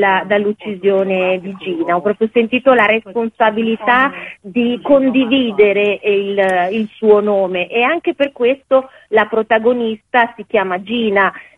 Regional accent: Iran; moved away as an adult; now in France; come donna e come donna iraniana

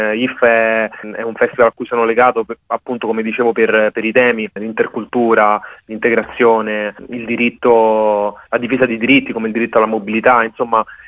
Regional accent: Rome, Lazio, Italy; io sono nato e cresciuto a Roma da genitori immigrati africani. Mio padre dal Senegal, mia madre dall'Etiopia, sono venuti negli anni 90 qui in Italia

